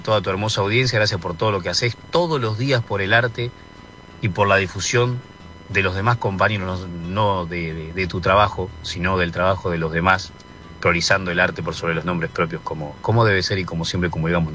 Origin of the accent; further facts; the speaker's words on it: Dolores, Buenos Aires Province, Argentina; yo de Dolores pasé mi pueblo en el mundo